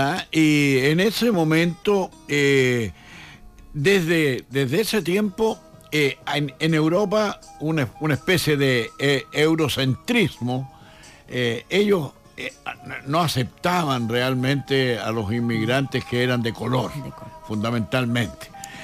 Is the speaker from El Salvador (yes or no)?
no; Chillán, Ñuble, Chile; A lo que nos compete como chilenos y como chillanejos especialmente